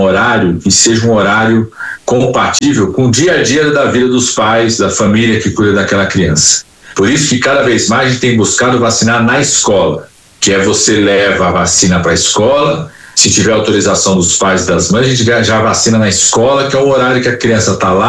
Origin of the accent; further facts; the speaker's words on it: São Paulo, Brazil; Eu trabalhei muito tempo com população indígena, eu sou de São Paulo